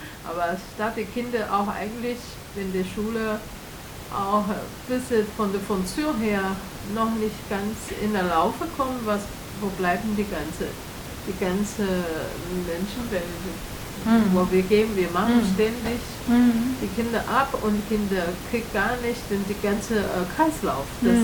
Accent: Taiwan; German is a second language; Und jetzt sehe ich, was Taiwan, ich komme aus Taiwan, und Taiwan, junge Leute

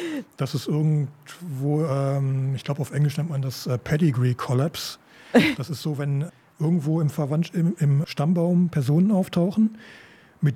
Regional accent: North Rhine-Westphalia, Germany; moved away; Wenn man in die Gegend geht, wo ich herkomme, in Westfalen, ich bin nicht auf dem Dorf geboren, aber ich glaube so die ersten Jahre meines Lebens auf dem Dorf verbracht.

